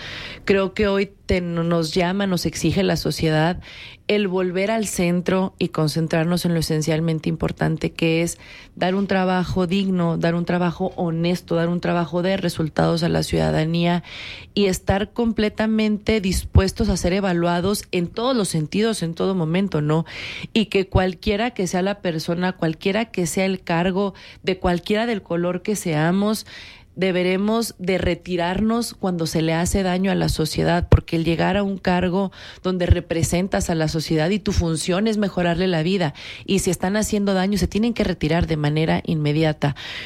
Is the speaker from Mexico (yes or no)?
yes; Mexico; todos los mexicanos hoy debemos de defender nuestra soberanía